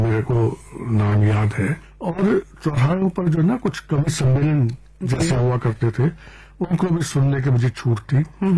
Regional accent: Delhi, India; accent: Haryanvi; also born or lived in Dev Nagar, Karol Bagh, Delhi; मैं दिल्ली के देहात में जो गांव है हरियाणा की सीमा पर, तो हरियाणवी संस्कृति या बोली में पला बढ़ा हुआ है, मेरा बचपन हुआ है। तो वहां से मुझे आगे की पढ़ने के लिए, रहने सहने के लिए मेरा ननिहाल भेज दिया गया, जो कि दिल्ली के करोलबाग में वो क्षेत्र पड़ता था

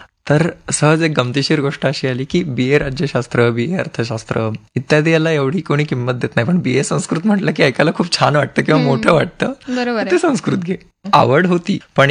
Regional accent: Chhatrapati Sambhajinagar, Maharashtra, India; मी मूळ छत्रपती संभाजीनगर येथील राहणारा आहे.

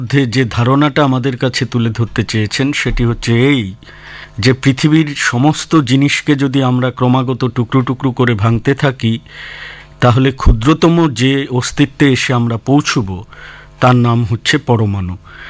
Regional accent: India; কিন্তু একজন ভারতীয় হিসেবে যে কথাটা বলতে ভালো লাগছে

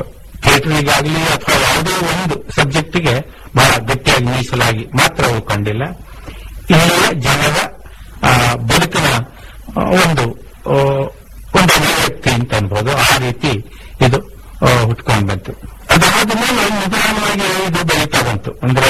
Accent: Heggodu, Karnataka, India

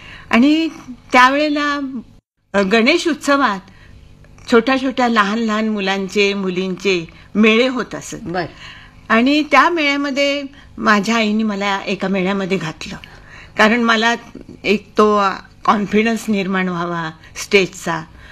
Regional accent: Kolhapur, Maharashtra, India; also born or lived in Mumbai; माझं बालपण हे कोल्हापुरात गेलं, पण जन्म मात्र मुंबईचा. माझा जन्म मुंबईत झाला आणि काही थोड्या दिवसांनी माझे आई वडील आम्हाला कोल्हापूरला घेऊन गेले. आणखीन मी तिथेच कोल्हापूरमध्ये कलानगरीमध्ये लहानाची मोठी झाले.

